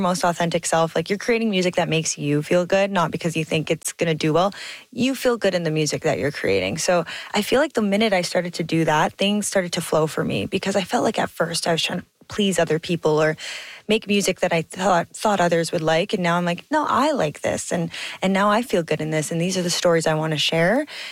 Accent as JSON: {"language": "English", "town": "Thunder Bay", "region": "Ontario", "country": "Canada", "said": "I'm from Thunder Bay, which in, yeah, technicalities is a city, but not in comparison to Toronto."}